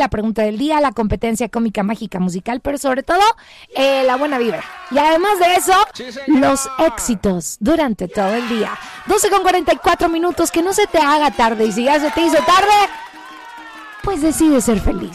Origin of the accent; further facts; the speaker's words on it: Monterrey, Nuevo León, Mexico; Fíjate que el Topo Chico, salí del Topo Chico como a los 24 más o menos. Pero el Topo Chico jamás saldrá de mí.